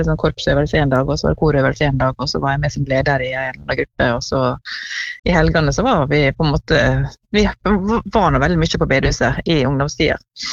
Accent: Langevåg, Møre og Romsdal, Norway; moved away as an adult; now in Skien, Norway; jeg nå vokst opp i Langvågen, og så har jeg da flyttet på meg etter hvert når jeg begynte å studere, og så har jeg havnet til slutt i Skien

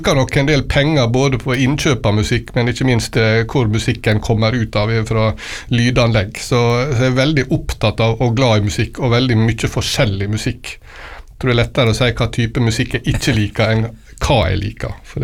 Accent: Langevåg, Møre og Romsdal, Norway; now in Emblem, Norway; Ja, født og oppvokst i Langevåg. Det er noe lenge siden jeg bodde der. Nå bor jeg da, som du sa, på Emblem.

